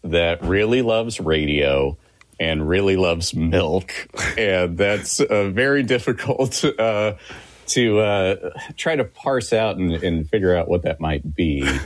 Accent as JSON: {"language": "English", "region": "Florida", "country": "United States", "tie": "born or raised there", "moved": "yes", "lives_now": "Columbia, South Carolina, United States", "said": "Well, I grew up in the South, or at least what I assume is the South. I grew up in Florida."}